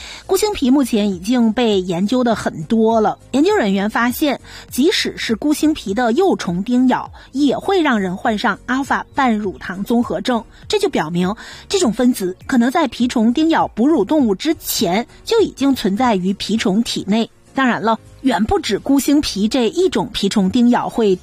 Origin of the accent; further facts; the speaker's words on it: Canada; 咱们加拿大人